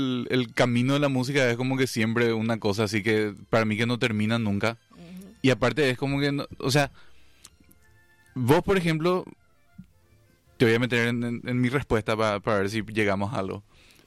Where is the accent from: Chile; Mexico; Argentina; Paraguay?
Paraguay; Encarnación, Itapúa; born there; yo nací en Encarnación, ¿verdad? Es hace ya 36 años.